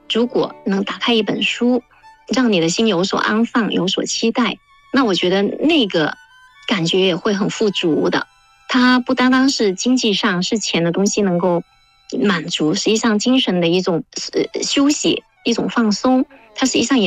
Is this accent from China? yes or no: yes; Chaoshan, Guangdong, China; moved away as an adult; 我本身我是潮汕人啊，我18岁离开了家乡